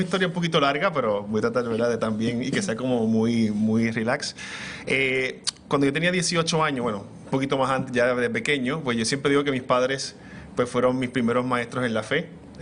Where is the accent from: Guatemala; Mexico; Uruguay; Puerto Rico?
Puerto Rico; now in Miami, United States; sacerdote escolapio de la Orden de los Padres Escolapios. Soy originario de Puerto Rico, pero ahora mismo pues resido aquí en Miami